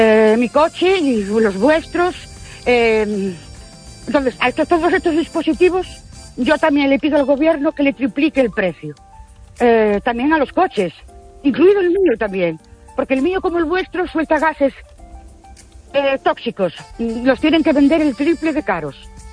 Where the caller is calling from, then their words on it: Ourense, Galicia, Spain; de Urense otra vez.